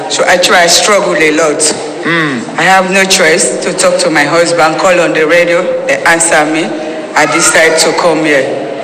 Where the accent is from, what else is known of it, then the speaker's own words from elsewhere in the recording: Sierra Leone; Sierra Leone.